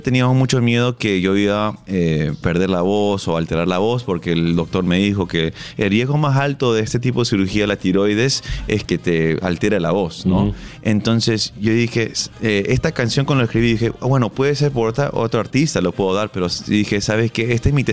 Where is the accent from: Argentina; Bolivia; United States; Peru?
Peru; somos somos una familia peruana normal, de verdad, ¿no? Que empezó desde abajo